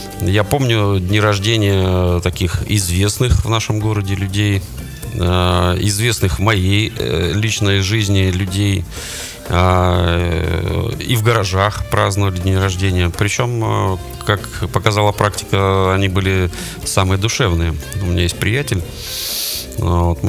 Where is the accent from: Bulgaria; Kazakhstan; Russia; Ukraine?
Russia; born there; все мы родились в России, в Советском Союзе, и традиции у нас у все одни, и все учились в одних же этих же школах.